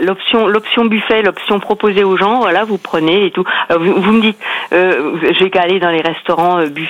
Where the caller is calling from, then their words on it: Auvergne-Rhône-Alpes, France; Du Puy-de-Dôme.